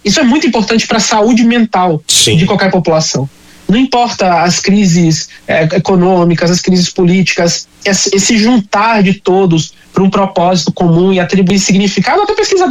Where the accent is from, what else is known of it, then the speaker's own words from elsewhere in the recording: Northeast Region, Brazil; Eu sou um brasileiro que nasci no Nordeste, fui criado, né, boa parte da minha vida no Nordeste.